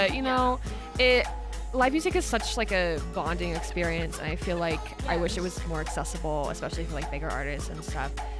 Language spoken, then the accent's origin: English; West Virginia, United States; So I am actually from West Virginia, and Phoebe Richardson's in West Virginia today.